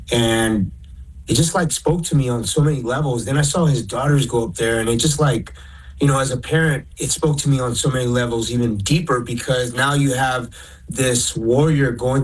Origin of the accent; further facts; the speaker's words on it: Los Angeles, California, United States; I'm a proud Native American kid from East LA, born in Boyle Heights. And, you know, I'm Native American and Mexicano.